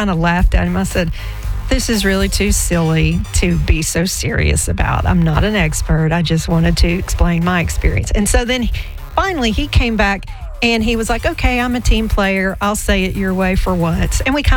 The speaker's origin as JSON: {"language": "English", "region": "Texas", "country": "United States", "tie": "born or raised there", "moved": "yes", "said": "I'm from Texas. I grew up with one in my backyard. And we say pecan."}